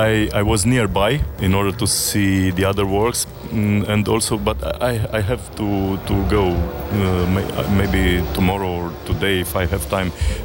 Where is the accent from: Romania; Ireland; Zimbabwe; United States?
Romania; So for us in Eastern Europe, I'm from Romania, by the way, for us, the aliens exist